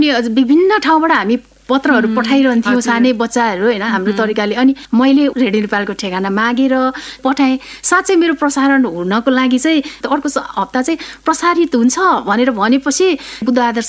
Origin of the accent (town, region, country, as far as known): Koshi Province, Nepal; born there